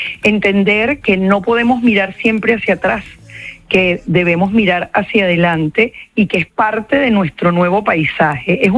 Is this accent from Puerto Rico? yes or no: no; Venezuela